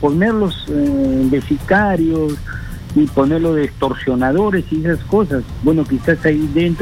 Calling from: Lima, Peru; del Cercado de Lima.

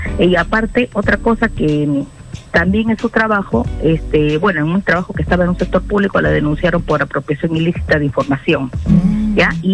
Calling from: Lima, Peru; De Magdalena.

